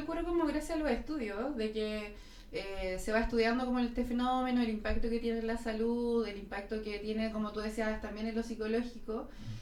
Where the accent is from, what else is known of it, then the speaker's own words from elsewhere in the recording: Temuco, Araucanía, Chile; yo soy de Temuco